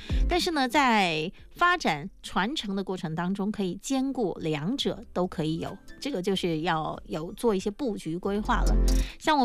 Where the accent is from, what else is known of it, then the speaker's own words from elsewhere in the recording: Quanzhou, Fujian, China; 我们泉州人就是崇文还有重教、文风昌盛、人文荟萃的文化自信和自我定位